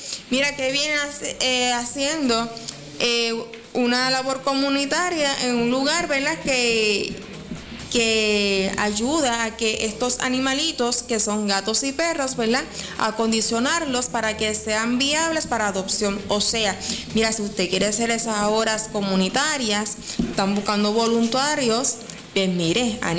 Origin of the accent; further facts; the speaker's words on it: Lajas, Puerto Rico; Y nos mudamos para mi pueblo, mi downtown, Lajas.